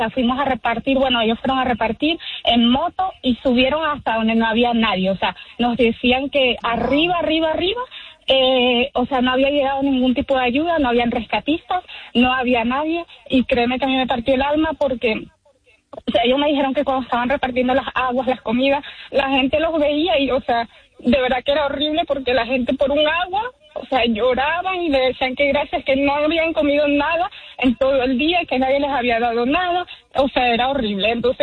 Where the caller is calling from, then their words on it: Barcelona, Anzoátegui, Venezuela; yo soy de Barcelona